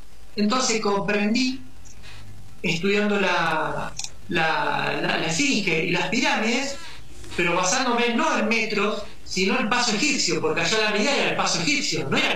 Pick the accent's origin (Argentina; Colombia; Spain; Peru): Argentina; Quilmes, Buenos Aires Province; aparte somos todas de Quilmes.